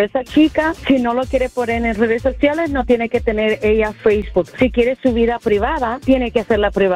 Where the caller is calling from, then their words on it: Los Angeles, California, United States; llamo de Los Ángeles.